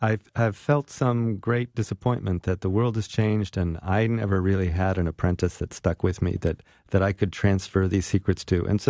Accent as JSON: {"language": "English", "region": "California", "country": "United States", "said": "I come out of the suburbs in California. I'm a kid from America."}